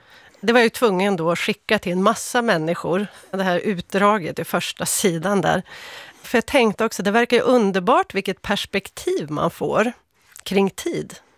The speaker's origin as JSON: {"language": "Swedish", "region": "Västerbotten County", "country": "Sweden", "tie": "born or raised there", "said": "Jag växte upp i Västerbotten."}